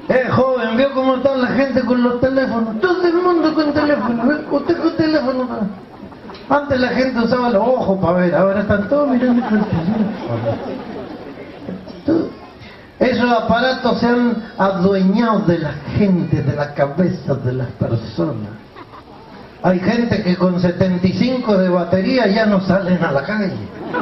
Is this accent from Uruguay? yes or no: no; Maipú, Mendoza, Argentina; born there; now in Luján de Cuyo, Argentina; Maipú y Luján están unidos por una calle. Yo nací de este lado, vivo de aquel. Nací en Maipú, ahora vivo en Luján, al lado. En un pueblito que está al lado del río Mendoza que se llama Barrancas. Es chiquito Barrancas.